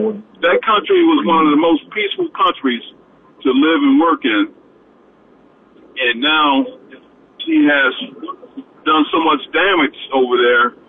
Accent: Charlotte, North Carolina, United States; man. I'm from Charlotte.

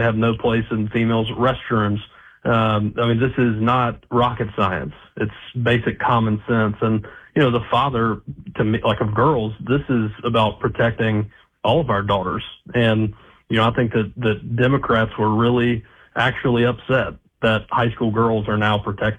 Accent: North Carolina, United States; because I am from North Carolina.

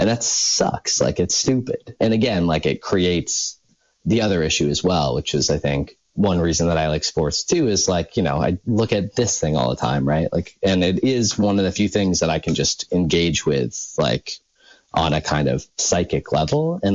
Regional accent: Elmira, New York, United States; I'm from Elmira, New York, so I like the Bills, I like the Knicks, right? You know, I'm Irish and depressed

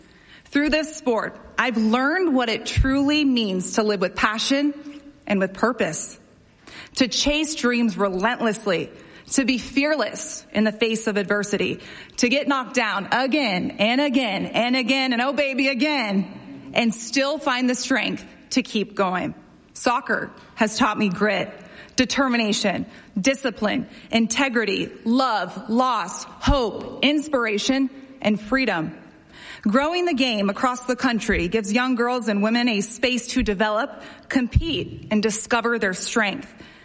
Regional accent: Columbus, Ohio, United States; I born and raised in Columbus.

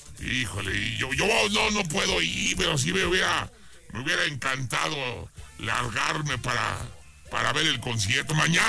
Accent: Guadalajara, Jalisco, Mexico; moved away; Estas canciones, obviamente, pues me recuerdan mucho a mi tierra, cabrón. Y a mi estado, Jalisco y Guadalajara.

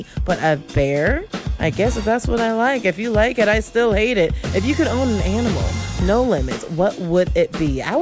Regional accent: Alaska, United States; I grew up in Alaska. That's the last furry thing that you'd want as a pet.

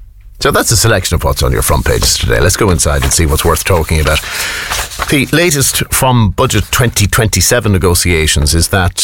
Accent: Ireland

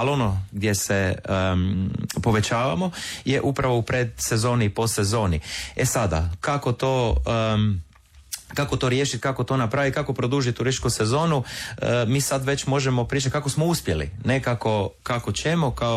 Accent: Poreč, Istria County, Croatia; Kod nas u Poreču

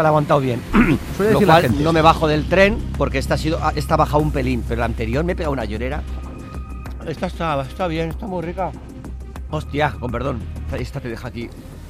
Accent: San Sebastián, Basque Country, Spain

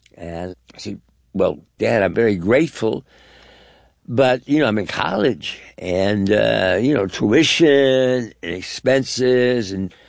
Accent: East Coast, United States; because we were growing up on the East Coast with my mother

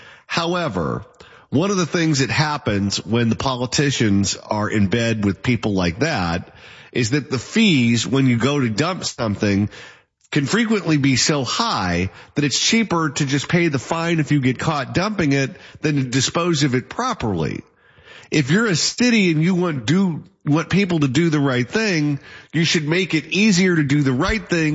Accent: Garden Grove, California, United States; I'm from Garden Grove, which is right next to Disneyland

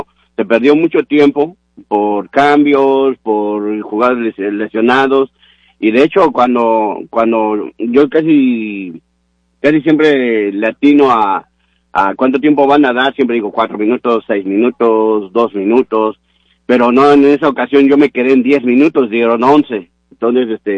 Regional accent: Mexico; México hizo un mundial histórico, en el cual nos tenemos que sentir orgullosos, y como mexicanos sí duele mucho

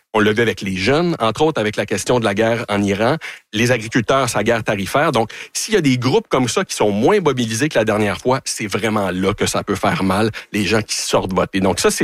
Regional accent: Canada; Mais c'est drôle, mais quand on dit qu'on est Canadien, honnêtement, sur le terrain, il y a beaucoup de gardes qui tombent

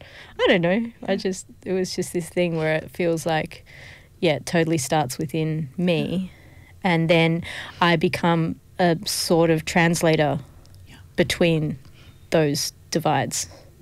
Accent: South Australia, Australia; It's funny when I say my culture, because I'm Aussie too. Like, I was born in the Adelaide Hills. I grew up. I went to Blackwood High School. Like, it was, I'm a very Aussie Adelaide girl.

